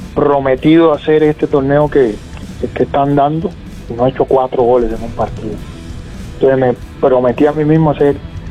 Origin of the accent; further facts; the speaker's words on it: Cuba; moved away; viniendo yo como primer cubano